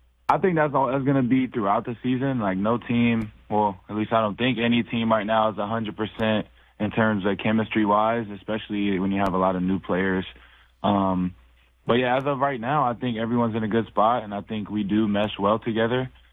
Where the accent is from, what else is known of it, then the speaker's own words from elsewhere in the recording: Midwest, United States; I'm from the Midwest, like you said, but I'm not used to all the hills and stuff.